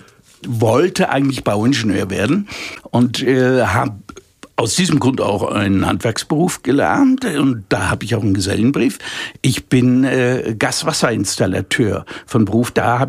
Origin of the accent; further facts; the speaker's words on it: Seeheim-Jugenheim, Hesse, Germany; Ich bin ein echter Hesse, bin ein Hessebub. Ich bin an der Bergstraße geboren in Jugenheim.